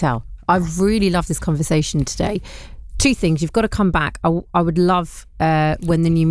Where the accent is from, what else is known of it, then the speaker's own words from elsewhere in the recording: London, United Kingdom; I told you I'm from West, mate.